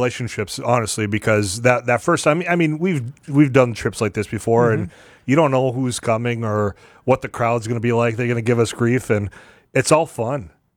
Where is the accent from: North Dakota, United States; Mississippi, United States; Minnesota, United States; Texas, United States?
North Dakota, United States; Devils Lake; growing up in Devil's Lake, if you want to talk about getting a scent for something, there was no pheasant up in Devil's Lake growing up.